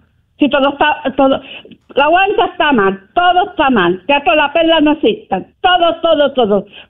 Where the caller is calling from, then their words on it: Ponce, Puerto Rico; Yo soy de Ponce.